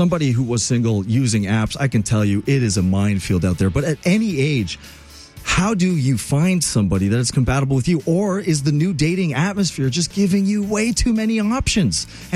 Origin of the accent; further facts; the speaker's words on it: Quebec, Canada; I can do a French accent because I'm from Quebec.